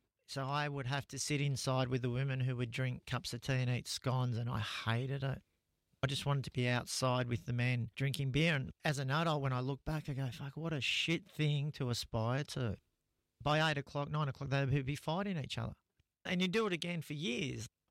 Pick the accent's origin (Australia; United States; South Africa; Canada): Australia; Frankston, Victoria; Where I grew up at Frankston, it was a really tough place.